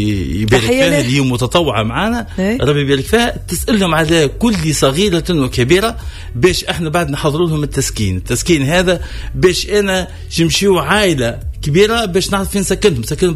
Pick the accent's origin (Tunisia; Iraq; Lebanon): Tunisia; احنا توانسة